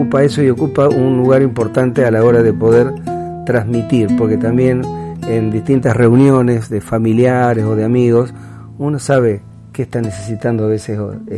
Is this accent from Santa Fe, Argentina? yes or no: yes; Santa Fe, Argentina; vengo de Santa Fe, bueno, yo vivo acá en Colastiné